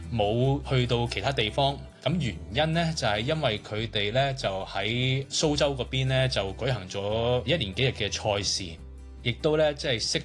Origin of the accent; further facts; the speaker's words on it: Hong Kong; now in China; 我哋香港人